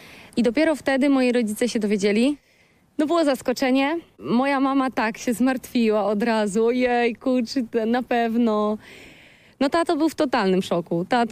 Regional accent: Subcarpathian Voivodeship, Poland; Pochodzę z Podkarpacia, z małej wsi. Jesteśmy właśnie z małej miejscowości, w której wszyscy się też znają.

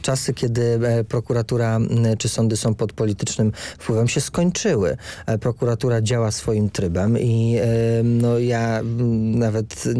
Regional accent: Tomaszów Mazowiecki, Łódź Voivodeship, Poland; also born or lived in Piotrków Trybunalski; bo ja nie jestem z Warszawy, z poziomu mojego Tomaszowa Mazowieckiego czy Piotrka Trybunalskiego

